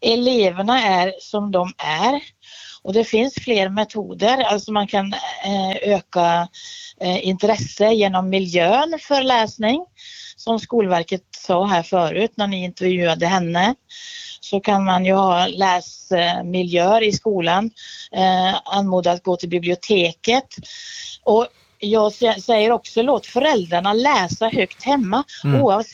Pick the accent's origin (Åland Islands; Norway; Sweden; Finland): Norway